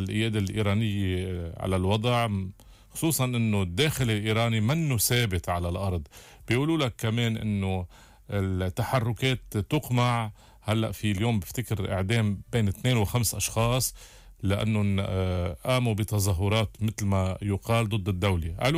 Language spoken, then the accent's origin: Arabic; Lebanon; إحنا كدولة لبنانية